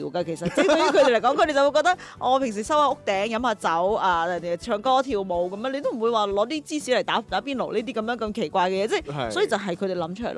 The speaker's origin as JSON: {"language": "Cantonese", "country": "China", "said": "所以你話如果我哋中國人去到瑞士"}